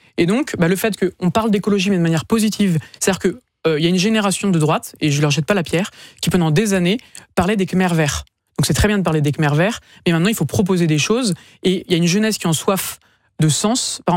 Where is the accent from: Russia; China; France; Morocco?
France; Carpentras, Provence-Alpes-Côte d'Azur; Et donc moi, je viens de Carpentras dans le Vaucluse.